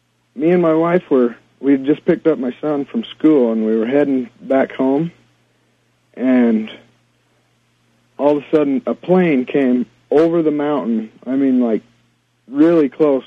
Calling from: Utah, United States; from Santa Quinn, Utah.

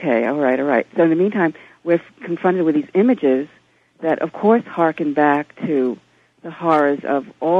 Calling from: Connecticut, United States; Yep, in central Connecticut.

